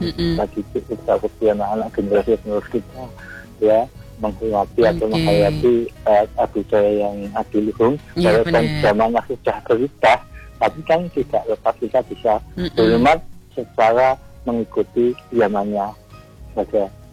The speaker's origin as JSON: {"language": "Indonesian", "town": "Yogyakarta", "region": "Special Region of Yogyakarta", "country": "Indonesia", "said": "dulu juga ada pakai pakaian khas dari saya dari Jogja"}